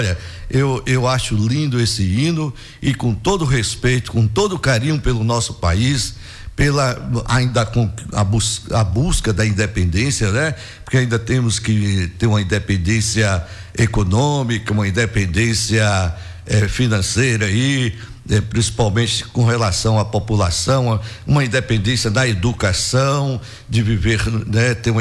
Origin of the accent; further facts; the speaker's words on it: Northeast Region, Brazil; nós que somos nordestinos, 9 estados do Nordeste, estamos aqui na Bahia